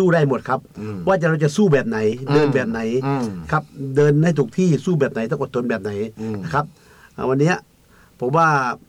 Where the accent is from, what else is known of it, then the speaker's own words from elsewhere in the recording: Khuan Kalong District, Satun, Thailand; ผมเป็นคนจังหวัดสตูลครับ